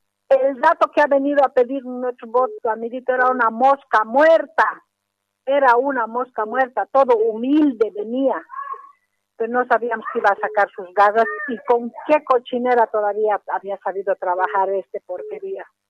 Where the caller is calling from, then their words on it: Santa Cruz de la Sierra, Santa Cruz, Bolivia; le hablo de Santa Cruz